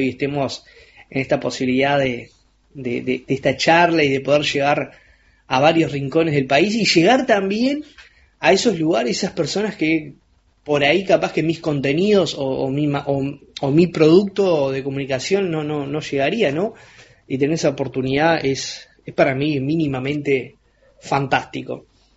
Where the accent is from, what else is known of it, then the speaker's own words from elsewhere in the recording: La Coronilla, Rocha, Uruguay; Yo soy oriundo del departamento de Rocha, más específicamente soy nacido en Balneario La Coronilla, en la frontera, cerca de la frontera con Chuy, con Brasil.